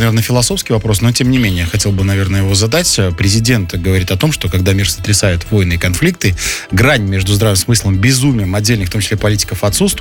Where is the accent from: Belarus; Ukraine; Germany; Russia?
Belarus; это вызов тоже нам, белорусам